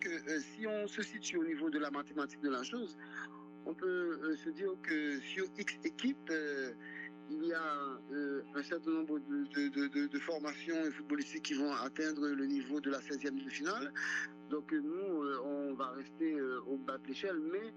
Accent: Haiti; parce que chez nous en Haïti, les politiques, les politiciens, ils sont super mal fourrés, ils sont super mal foutus.

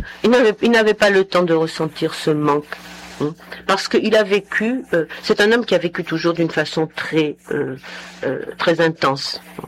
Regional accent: Corsica, France; Enfin, moi, je suis corse, disons, je suis attaché à la Corse. J'aime mon pays, j'ai de la famille là-bas, j'ai une petite maison.

